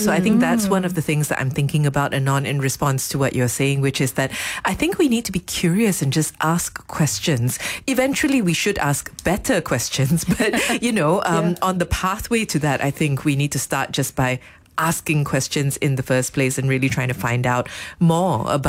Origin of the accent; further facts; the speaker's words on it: Malaysia; Being Malaysian to me means investigating the stories we tell, the voices we prioritize and consider who's being left out